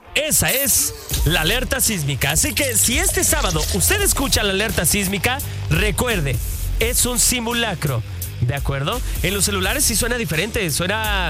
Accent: Mexico; nosotros como mexicanos

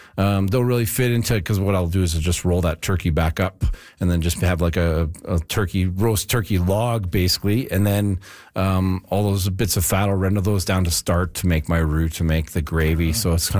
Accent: Sherwood Park, Alberta, Canada; I'm from outside of Edmonton. I'm from Sherwood Park, and there's a lot of Ukrainian folks up there.

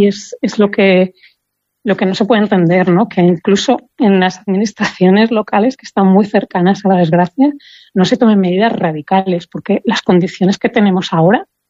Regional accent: Tiétar Valley, Castile and León, Spain; yo soy del Valle del Tietar

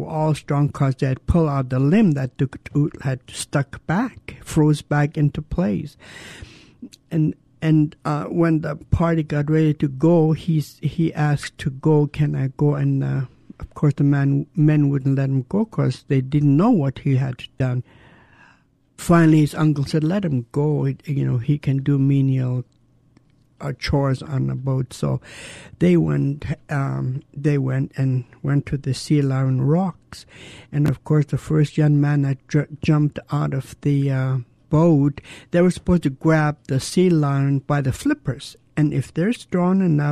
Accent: Douglas, Alaska, United States; I was born and raised in Douglas. I belong to the Raven Moiety. I come from the Whale House in Clockwan, which is a Kanaktede house.

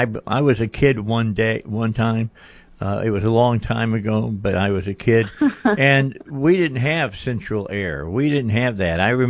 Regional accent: Indiana, United States; I grew up in Northwest Indiana, and it would get hot during the summer, nothing like it does in the South.

